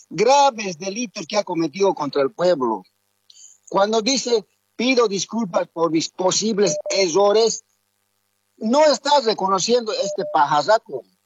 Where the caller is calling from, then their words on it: El Alto, La Paz, Bolivia; desde Satélite Norte.